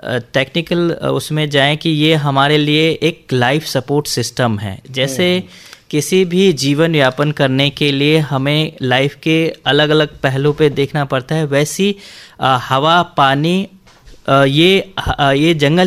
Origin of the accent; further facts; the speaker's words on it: Madhubani district, Bihar, India; also born or lived in Delhi; मैं मधुबनी जिला का रहने वाला हूँ, मधुबनी जिला से, और उसके बाद अभी मैं कार्यरत हूँ मिथिला यूनिवर्सिटी में।